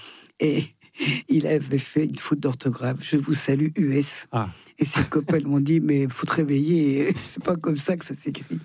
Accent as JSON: {"language": "French", "town": "Thonon-les-Bains", "region": "Auvergne-Rhône-Alpes", "country": "France", "tie": "born there", "said": "Je suis née à Thonon."}